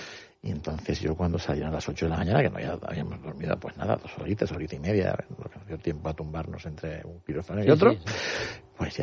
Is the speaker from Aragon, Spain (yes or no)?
no; Canary Islands, Spain; como todo canario que va a estudiar a Madrid, pues muchos de ellos estudian en colegios mayores.